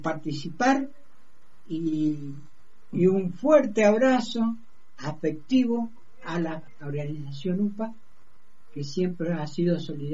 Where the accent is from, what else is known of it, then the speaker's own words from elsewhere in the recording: Argentina; also born or lived in Brazil; No, yo soy argentino.